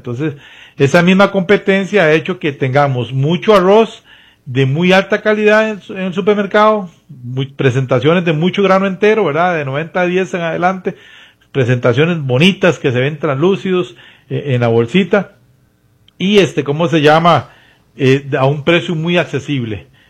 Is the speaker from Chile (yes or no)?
no; Costa Rica; los ticos somos a nivel de Centroamérica